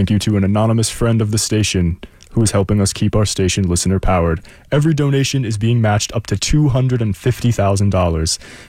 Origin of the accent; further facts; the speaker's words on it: Pearl River, New York, United States; I'm from Rockland County myself. I'm from Pearl River